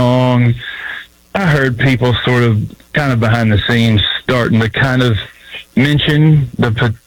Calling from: Memphis, Tennessee, United States; I'm calling from Memphis, Tennessee.

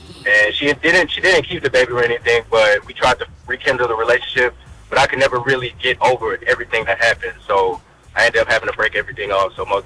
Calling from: Dallas, Texas, United States; calling from Dallas.

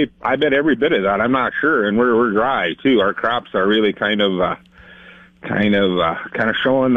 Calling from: Clarkson, Nebraska, United States

